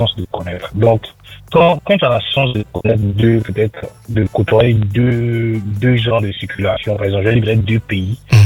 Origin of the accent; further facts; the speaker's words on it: Abidjan, Côte d’Ivoire; moved away; Moi, je suis de Yopougon.